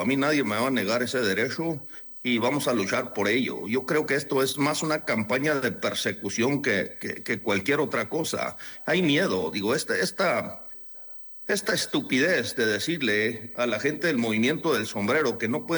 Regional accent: Chihuahua, Mexico; born there; yo nací en Chihuahua, mis padres nacieron en Chihuahua.

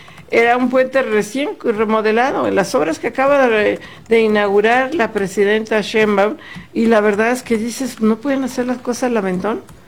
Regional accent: Mexico; nosotros estamos aquí, somos los mexicanos los que usamos esto

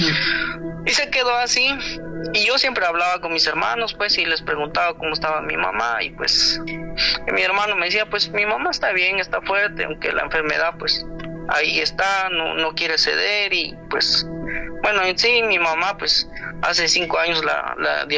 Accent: Guatemala; now in United States; Sí, yo soy de Guatemala, ella allá en el pueblo.

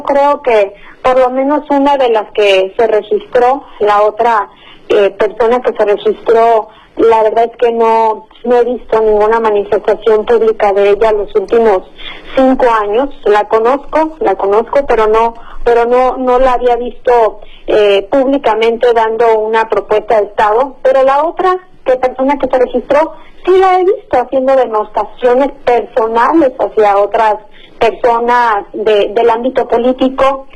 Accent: Baja California Sur, Mexico; la gente de Baja California Sur, de mi tierra

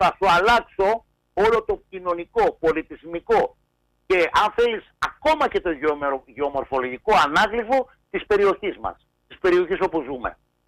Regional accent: Oktonia, Central Greece, Greece; Εγώ κατάγομαι από την Οκτωνιά. Πήγαινε σήμερα να δεις την Οκτωνιά. Ένα καφενείο και τέσσερα σπίτια. Αυτό που κάποτε ήταν κεφαλοχώρι.

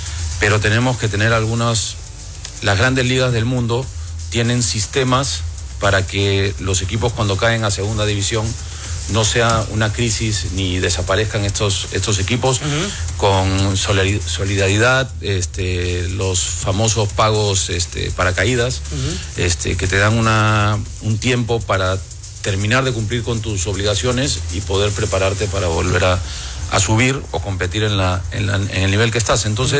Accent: Lima, Peru; Yo soy de Lima, Perú.

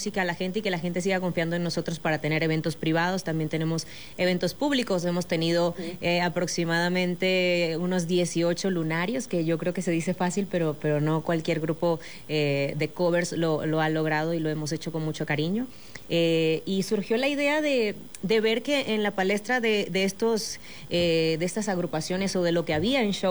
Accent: Venezuela; Yo, por ejemplo, soy venezolana

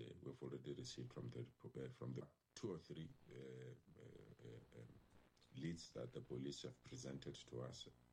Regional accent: Tembisa, Gauteng, South Africa; I mean, I grew up in Tembisa. I know Captain Park very well.

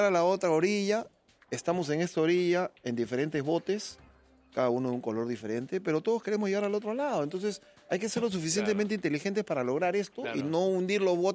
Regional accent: Peru

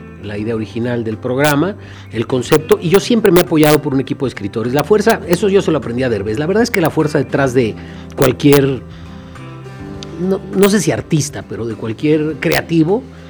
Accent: Mexico

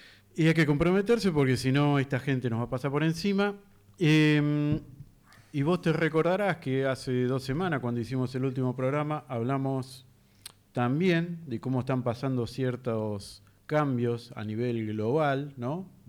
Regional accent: Argentina

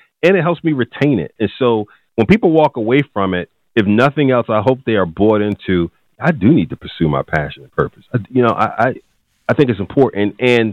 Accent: Philadelphia, Pennsylvania, United States; Well, you know, North Philly was tough back then. Athens Butler was considered at that time, man, the drug capital of the world, at least the United States. And I was one of those kids, I think, not unlike many, that had a rough childhood

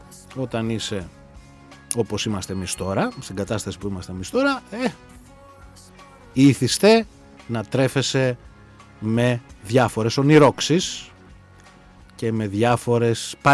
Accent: Greece

